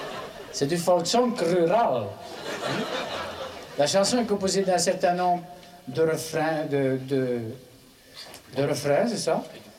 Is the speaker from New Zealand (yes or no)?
no; Écaussinnes, Wallonia, Belgium; Je ne sais pas si vous le savez, mais je suis une fleur de province. Oui, je suis originaire des Cossines.